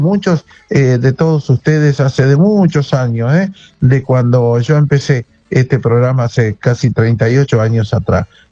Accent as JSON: {"language": "Spanish", "country": "Argentina", "said": "nos hace más grandes como argentinos"}